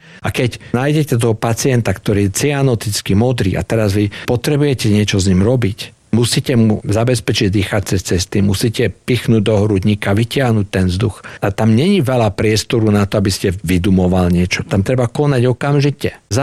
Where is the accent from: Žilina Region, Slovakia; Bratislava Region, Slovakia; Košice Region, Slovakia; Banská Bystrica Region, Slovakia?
Košice Region, Slovakia; Košice; Tak ja som Košičan.